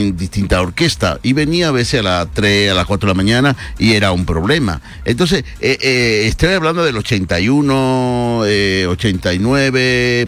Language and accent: Spanish; Dominican Republic; moved away as an adult; now in Spain; yo, particularmente como dominicano